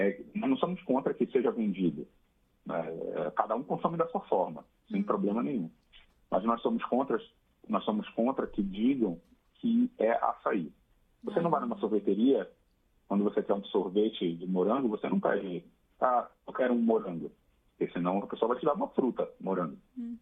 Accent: Pará, Brazil; em especial a do Pará. Então, é de onde eu vim, que amo de paixão esse estado.

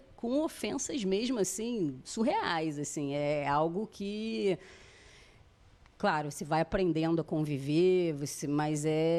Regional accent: Rio de Janeiro, Brazil; Eu sou muito carioca, assim, né? das gírias

